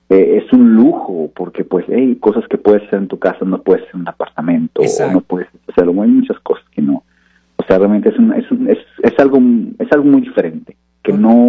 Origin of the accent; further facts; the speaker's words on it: Mexico City, Mexico; now in United States; Mira, yo soy nacido en el Distrito Federal, uh-huh. ¿Verdad? Soy de la Ciudad de México, andale, ¿verdad? La mitad de mi vida estuve allá y más de la mitad de mi vida ya he estado aquí en Estados Unidos